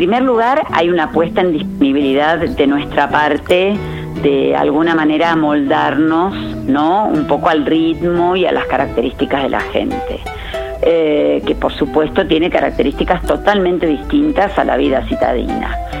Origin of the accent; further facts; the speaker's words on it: Buenos Aires, Argentina; moved away as an adult; now in Cachi, Argentina; siempre te sale alguna cosita de la porteñitud